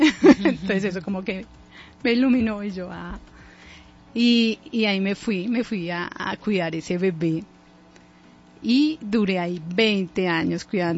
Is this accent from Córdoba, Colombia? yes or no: no; Bogotá, Colombia; born there; also born or lived in Garagoa, Boyacá; me trajeron acá a Bogotá cuando tenía 3 añitos.